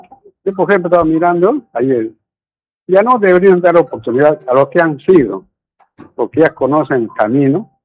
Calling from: Tarapoto, San Martín, Peru

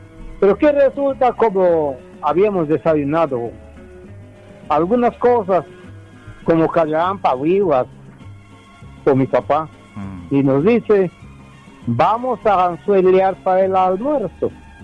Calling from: Chazuta, San Martín, Peru; nosotros, como chavutinos

